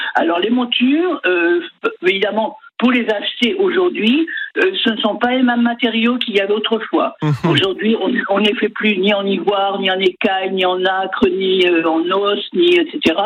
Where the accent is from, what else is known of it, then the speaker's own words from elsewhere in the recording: Nouvelle-Aquitaine, France; Chez nous, en Gironde, vous en trouvez un petit peu partout.